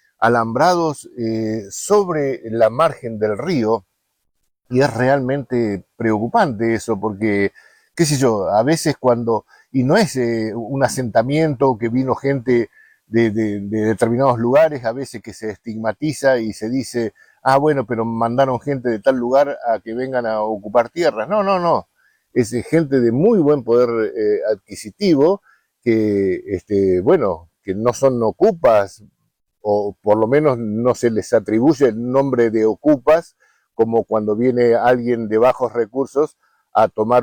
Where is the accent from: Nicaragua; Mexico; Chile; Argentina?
Argentina; now in Junín, Argentina; Lo he visto en mi pueblo, yo soy de Chuel